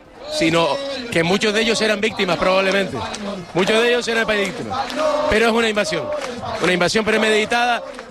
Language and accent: Spanish; Spain; Todos somos españoles y estamos defendiendo nuestra soberanía.